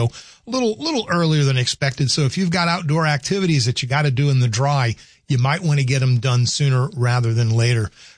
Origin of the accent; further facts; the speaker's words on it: New Orleans, Louisiana, United States; also born or lived in Oklahoma City; now in Grand Forks, United States; growing up in New Orleans and then living in Oklahoma City.